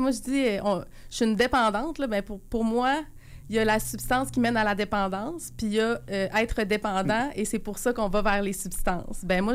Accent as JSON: {"language": "French", "town": "Quebec City", "region": "Quebec", "country": "Canada", "said": "J'ai 34 ans. Moi, je viens de Charlebourg. Je viens d'ici. J'ai grandi dans une famille aimante."}